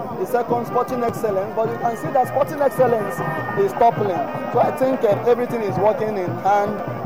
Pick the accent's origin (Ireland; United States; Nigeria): Nigeria; As a little boy growing up in Isoka